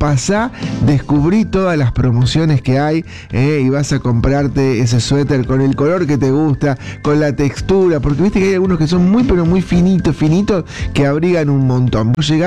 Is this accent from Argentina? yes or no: yes; Argentina; somos argentinos.